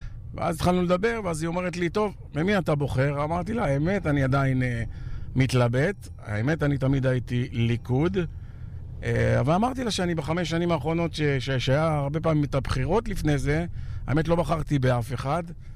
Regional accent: Or Yehuda, Tel Aviv District, Israel; כשהייתי ילד קטן, מגיל 13, עבדתי בהרבה מאפיות כאן בעיר, באור יהודה, שהיא עיר מאוד מאוד טובה.

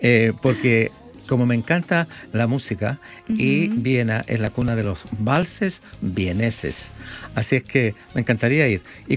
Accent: Santiago, Santiago Metropolitan Region, Chile; No, yo vengo de Santiago. Soy santiaguino neto.

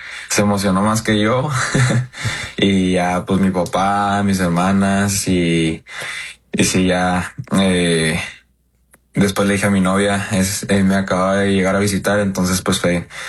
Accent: Mexico; siendo mexicano, los Dodgers retumban en México

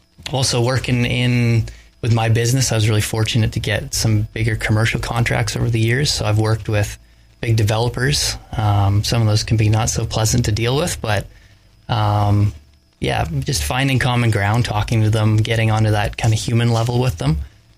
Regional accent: Minden, Ontario, Canada; I grew up in Minden here. I grew up on Bethel Road, and I live on Bethel Road still. I'm 36 years old, and I've operated a construction business here in Minden, Haliburton County, for the past eight, nine years.

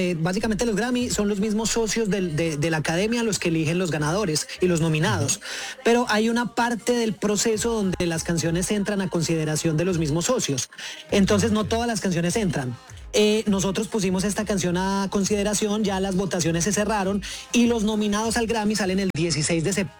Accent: Colombia; Es que de ahí es donde empezamos a batallar como colombianos

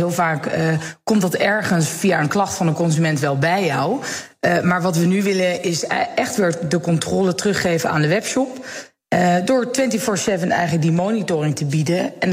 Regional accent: Netherlands; Dat in die koopjesmaanden, waar wij als Nederlanders ontzettend van houden overigens

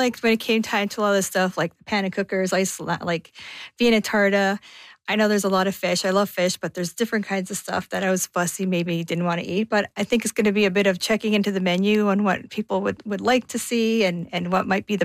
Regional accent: Lundar, Manitoba, Canada; I grew up in a Métis community. And Icelandic community. It was one of the bigger settlements. I come from Lundar.

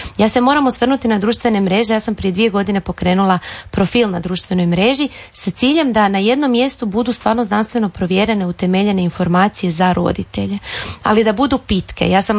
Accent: Zagreb, City of Zagreb, Croatia; Ja sam odrasla u Sesvetama, odnosno u Sesvetskom Kraljevcu, i to je bilo drugačije. To su bile široke ulice, nismo imali parkove, imali smo dvorišta.

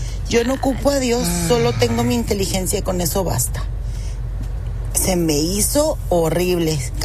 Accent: San Diego, California, United States; de San Diego. Saludos, Piolín.

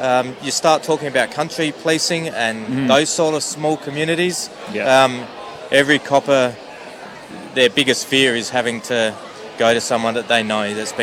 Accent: South Australia, Australia; I grew up in the Riverland, so I'm a country lad

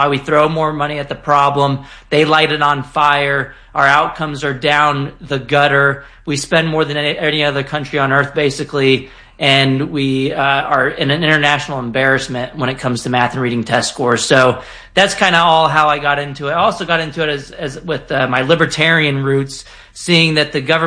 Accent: San Antonio, Texas, United States; I also experienced school choice growing up in San Antonio, Texas. I went to government schools all K through 12.

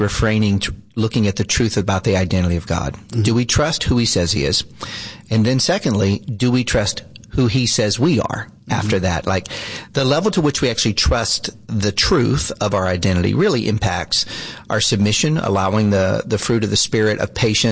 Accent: the South, United States; I grew up in the South.

